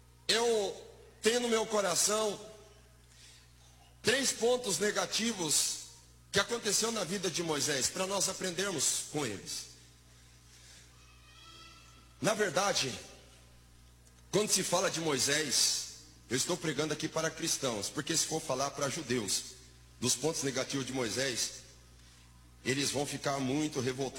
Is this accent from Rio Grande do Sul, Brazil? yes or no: no; Paraná, Brazil; eu sou paranaense com vocês também.